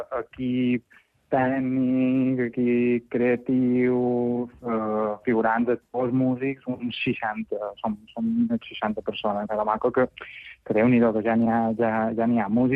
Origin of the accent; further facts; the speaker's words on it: Alcúdia, Balearic Islands, Spain; Sí, jo som d'Alcúdi, sí